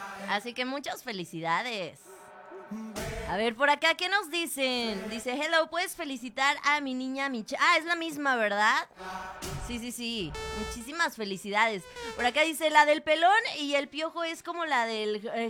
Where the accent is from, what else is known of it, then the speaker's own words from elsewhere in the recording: Mexico; ¿Cómo somos los mexicanos, verdad?